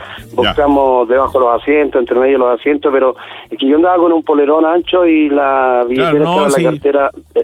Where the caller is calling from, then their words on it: Coronel, Biobío, Chile; Sí, yo soy de acá de Coronel.